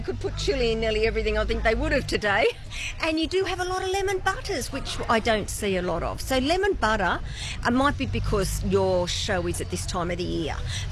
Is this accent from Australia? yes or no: yes; Cessnock, New South Wales, Australia; I'm from Cessnock.